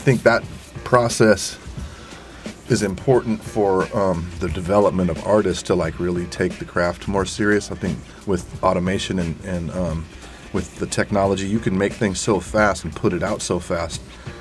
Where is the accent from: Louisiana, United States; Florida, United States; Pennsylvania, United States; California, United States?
California, United States; Richmond; from the Bay Area, so I grew up in Richmond down there